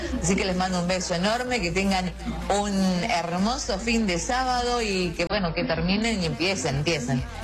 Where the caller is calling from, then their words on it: Santa Isabel, Santa Fe, Argentina; Soy de Santa Isabel, en Santa Fe. Y estamos escuchándolos a través de la 94.7